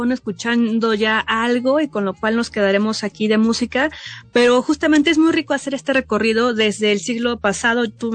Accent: Iztacalco, Mexico City, Mexico; Yo recuerdo, por ejemplo, cuando era niña ya por Iztacalco, que sonaba el sonido fantasma, ¿no?

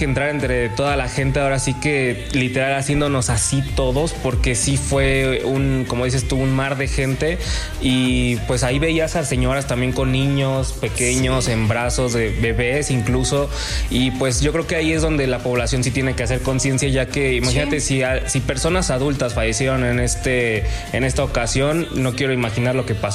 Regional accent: Mexico; Es un mundial en mi país, y yo creo que cuando México vuelva a tener otro mundial, si es que lo vuelva a tener, voy a tener 80, 90 años.

